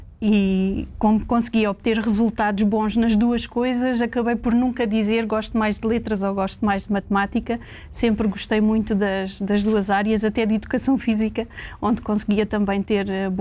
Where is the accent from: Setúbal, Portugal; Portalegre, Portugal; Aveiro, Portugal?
Setúbal, Portugal; Seixal; completamente à vontade em dizer que cresci no Seixal, vivi e lá guardo muito boas memórias.